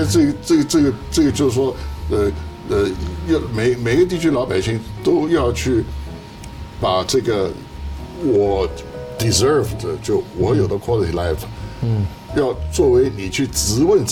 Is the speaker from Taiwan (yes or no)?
no; China; 对啊，我们中国人叫以民为本吧？